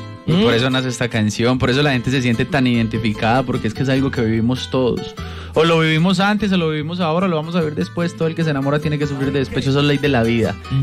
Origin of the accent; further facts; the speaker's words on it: Samaná, Caldas, Colombia; born there; also born or lived in Bogotá; Nacido en Samaná, Caldas, en el oriente caldense.